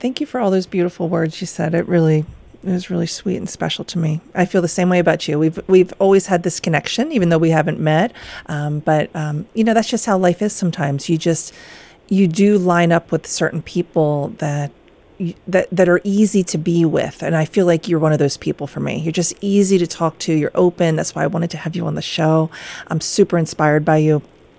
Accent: Pennsylvania, United States; me being from outside of Philadelphia, I've never been to Pittsburgh.

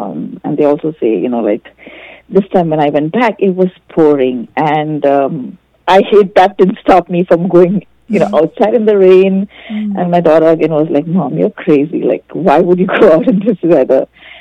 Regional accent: Mumbai, Maharashtra, India; moved away; pretty much for the most part of my life, I grew up in Mumbai.

